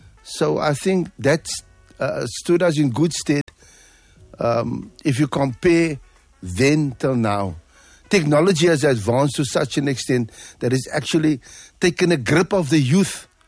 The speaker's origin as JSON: {"language": "English", "town": "Cape Town", "region": "Western Cape", "country": "South Africa", "tie": "born or raised there", "also_born_or_lived": "Claremont, Cape Town", "said": "I grew up in Grassy Park, born in Claremont and then moved to Grassy Park."}